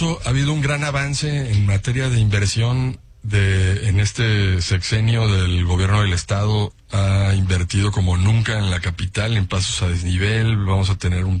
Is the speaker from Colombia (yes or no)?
no; Mexico; como ciudadano, como mexicano